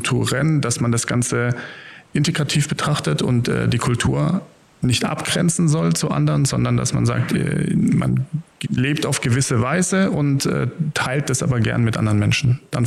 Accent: Karlsruhe, Baden-Württemberg, Germany; born there; Ich bin in Karlsruhe geboren. Meine Mutter kommt ursprünglich hier aus der Region und mein Vater eben von dort. Das heißt, mein kultureller Hintergrund ist wohl süddeutsche Kartoffel, keine Ahnung.

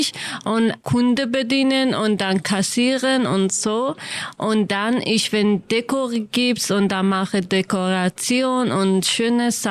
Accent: Sanandaj, Kurdistan, Iran; German is a second language; now in Germany; Ich war ewige Jahre nicht in meine Heimat zurückgegangen, weil jetzt krieg ich in Iran und ich möchte einfach Freiheit im Leben haben in Iran

